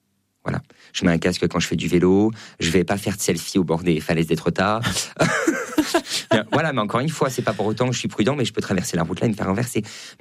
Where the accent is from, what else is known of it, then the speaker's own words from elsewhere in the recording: Auvergne-Rhône-Alpes, France; Moi, je viens d'Auvergne, c'est très très beau.